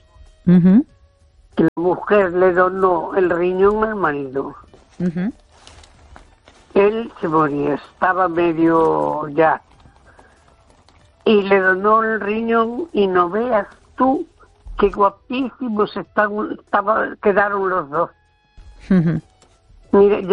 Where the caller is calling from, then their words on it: A Coruña, Galicia, Spain; de Coruña.